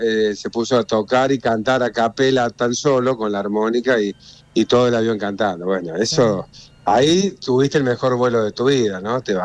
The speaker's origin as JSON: {"language": "Spanish", "country": "Spain", "lives_now": "Argentina", "said": "pero como buen gallego, a mí lo único que me da bronca es que el campeón del mundo sea la gente que tiene los peores cantitos de cancha de la historia, ¿no? Soy español."}